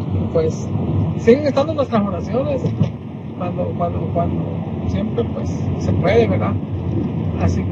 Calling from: Stockton, California, United States

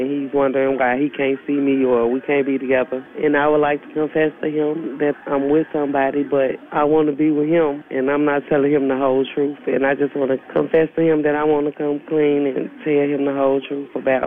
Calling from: Memphis, Tennessee, United States; I'm calling from Memphis, Tennessee.

